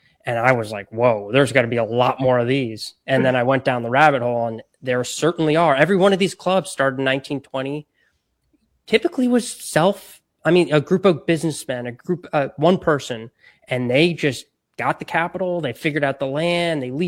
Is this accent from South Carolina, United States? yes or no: no; Florida, United States; But to me, I grew up golfing in Florida and in the South, and it felt a little more manufactured to me.